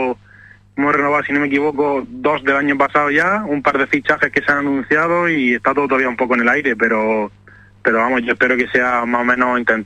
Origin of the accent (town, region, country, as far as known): Almería, Andalusia, Spain; moved away